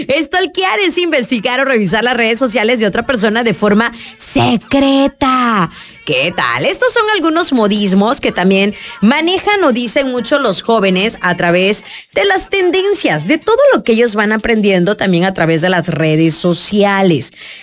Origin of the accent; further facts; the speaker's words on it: Mexico; como buenos mexicanos que somos